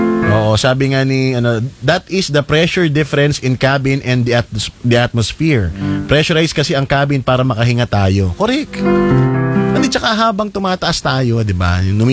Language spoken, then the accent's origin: Tagalog; Lopez, Calabarzon, Philippines; Pero kami mga taga Lopez, medyo salat kami sa dagat.